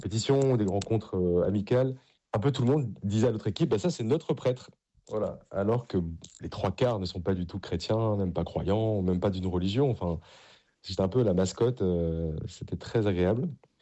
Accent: Paris, Île-de-France, France; viens d'une famille du sud-ouest, et même si j'ai grandi à Paris

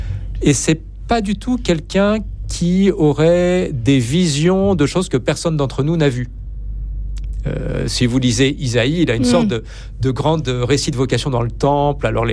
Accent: France; pour moi, je suis français

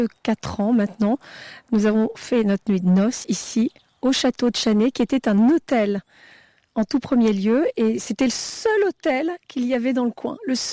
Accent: Fronsac, Nouvelle-Aquitaine, France; born there; c'est encore plus proche du lieu où je suis née, à Fronsac.

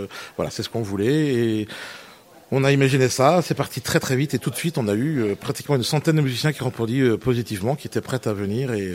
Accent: Chezal-Benoît, Centre-Val de Loire, France; moi, je viens du Cher et je viens d'un village qui s'appelle Chozal-Benoît.

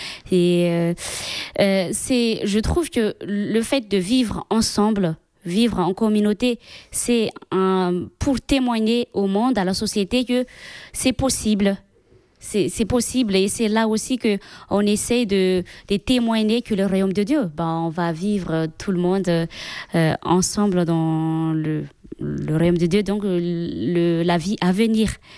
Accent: Madagascar; also born or lived in Maine-et-Loire; now in Albi, France; j'ai grandi à Madagascar

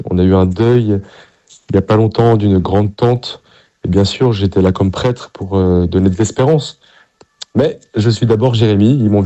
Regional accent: south of France, France; Peut-être parce qu'on vient du Sud, hein.

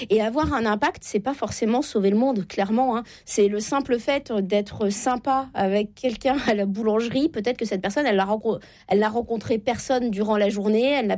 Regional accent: Normandy, France; Je viens de la Normandie.

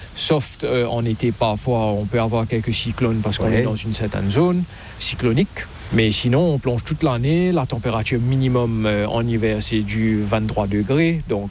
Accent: Brittany, France; now in Mauritius; Exactement, voilà. On est de la Bretagne.

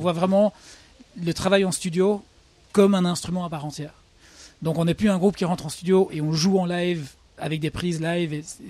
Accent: England, United Kingdom; now in Brussels, Belgium; moi je suis anglais d'origine, mais on vivait tous les trois à Bruxelles.

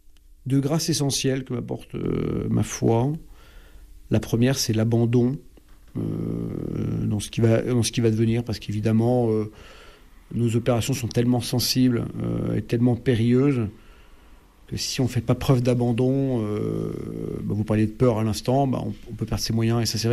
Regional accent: France; en tant que Français

